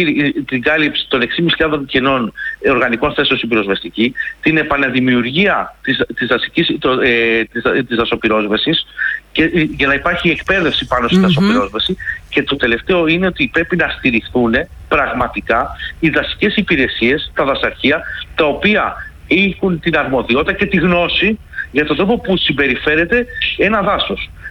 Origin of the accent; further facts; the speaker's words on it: Attica, Greece; είμαι από την Ανατολική Αττική και ειδικότερα από αυτό το κομμάτι της Ανατολικής Αττικής